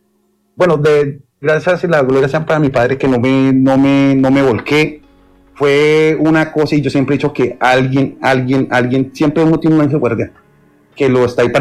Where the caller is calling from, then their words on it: Colombia; como colombiano que soy